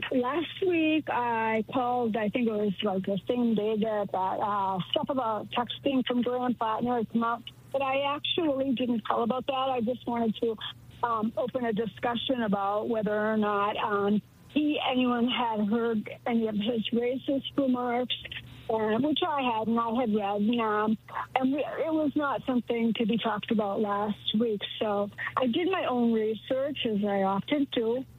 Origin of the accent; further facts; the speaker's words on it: Massachusetts, United States; I growing up in Massachusetts, I've been to Maine a lot